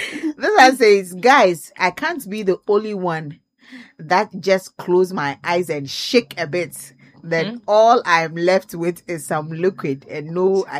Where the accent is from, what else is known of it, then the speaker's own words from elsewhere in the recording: Ashaiman, Greater Accra, Ghana; from Ashiama.